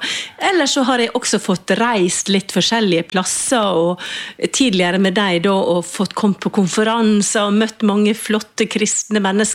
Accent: Møre og Romsdal, Norway; moved away; når jeg jobbet for lokalavisa hjemme på Sunnmøre

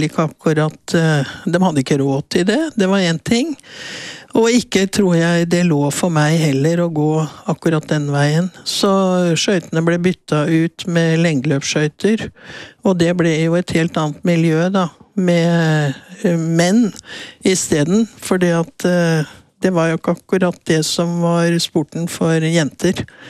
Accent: Oslo, Norway; Jeg var født i Oslo i 1943, såkalt krigsbarn. Jeg ble født bak blendingsgardiner på Josefinegaten klinikk, og vokste jo opp der, og gikk på skole der frem til syvende klasse da, for å flytte til Bøler, en av disse nye drabantbyene som vokste opp rundt Oslo.

